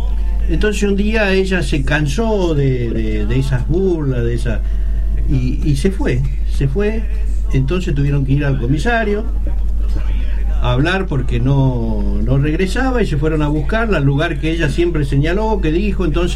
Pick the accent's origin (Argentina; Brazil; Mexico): Argentina; Joaquín V. González, Salta; Nosotros somos de Joaquín B. González, del departamento de Anta.